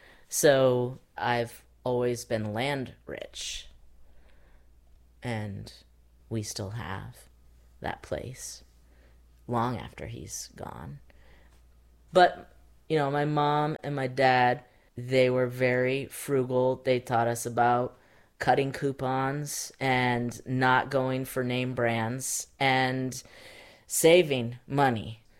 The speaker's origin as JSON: {"language": "English", "area": "Lamoille County", "region": "Vermont", "country": "United States", "tie": "born or raised there", "said": "I grew up in French-speaking Vermont. There were a lot of farms in the valley."}